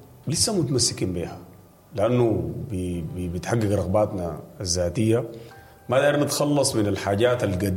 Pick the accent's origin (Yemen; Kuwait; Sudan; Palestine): Sudan; إحنا كسودانيين لازم نفهم